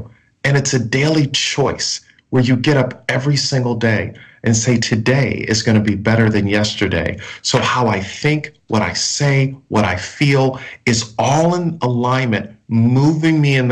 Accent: Buffalo, New York, United States; now in Orlando, Florida, United States; When I was 14 years of age, growing up in Buffalo, New York

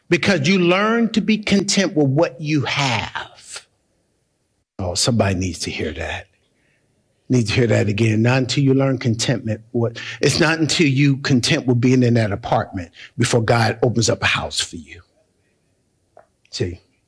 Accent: Gary, Indiana, United States; also born or lived in California; You got to understand, I came from the hood. I came from Gary, Indiana. I came from the hood and we ain't seen nothing like that.

